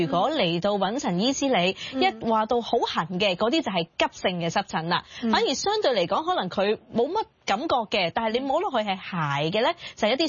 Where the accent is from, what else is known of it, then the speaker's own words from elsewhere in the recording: Hong Kong; 我哋香港人